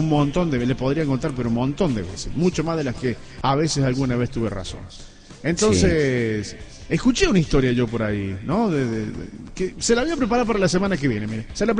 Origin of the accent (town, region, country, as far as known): Argentina